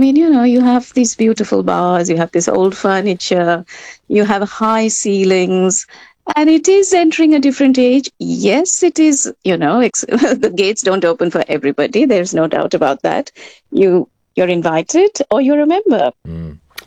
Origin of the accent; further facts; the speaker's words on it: Delhi, India; I mean, like you said, I grew up in Delhi. So always, one always knew the Gymkhana Club.